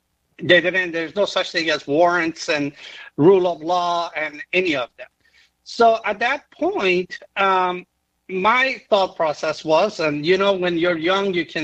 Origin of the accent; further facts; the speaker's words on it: Iran; That was somewhere around 1984, 1985, 86, in that period of time. And it was right after the Iran and Iraq war started.